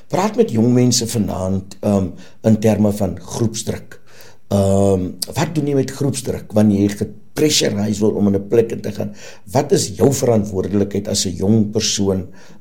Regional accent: Cape Town, Western Cape, South Africa; ek het in Steenberg groot geword, ek het langs in een van die grootste gangs leaders geblei.

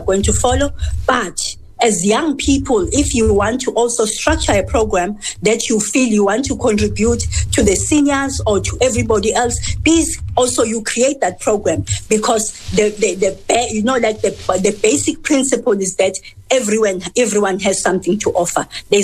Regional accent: South Africa; even including us as South African, once you let people stop worrying and you let them relax, they come up with very fantastic ideas.

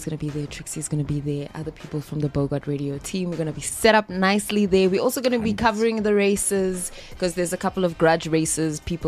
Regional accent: Johannesburg, Gauteng, South Africa; I'm half Swati, half Indian. I'm from El Dorado Park.

